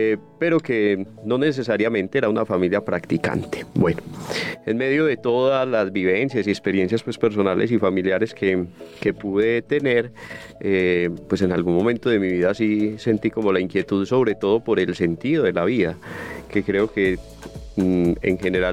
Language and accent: Spanish; Medellín, Antioquia, Colombia; born there; nací en esta ciudad, en Medellín, en medio de una familia culturalmente católica.